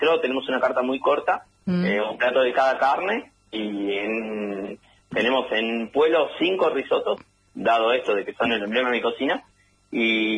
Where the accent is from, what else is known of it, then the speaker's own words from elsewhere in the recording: General Rodríguez, Buenos Aires Province, Argentina; yo me crié en General Rodríguez, provincia de Buenos Aires